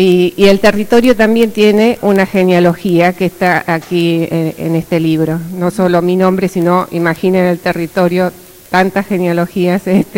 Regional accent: Santa Cruz, Argentina; also born or lived in Córdoba; haberme criado acá en la Patagonia. Y en una de las canciones dice que yo nací por cesárea, ¿no? Nací en Córdoba, por eso mi mamá me tuvo en Córdoba

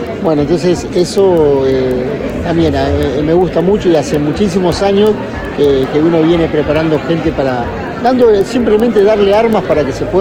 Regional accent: Puerto Deseado, Santa Cruz, Argentina; Un orgullo venir a representar a la provincia y también a mi pueblo, ¿no? Puerto Deseado.

